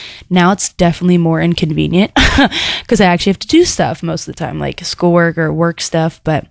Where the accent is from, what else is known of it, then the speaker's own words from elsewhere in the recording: New Jersey, United States; I'm from New Jersey, so East Coast